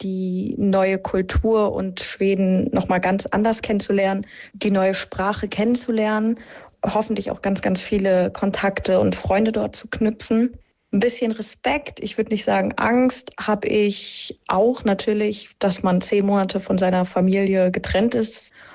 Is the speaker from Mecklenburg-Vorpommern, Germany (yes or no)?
yes; Rostock, Mecklenburg-Vorpommern, Germany; Bei uns in Rostock gibt es ja tatsächlich nicht so viele Katholiken, deswegen bin ich diese Diaspora-Kirche schon gewohnt.